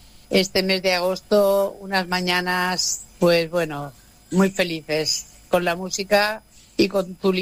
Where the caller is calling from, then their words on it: Sabadell, Catalonia, Spain; de Sabadell.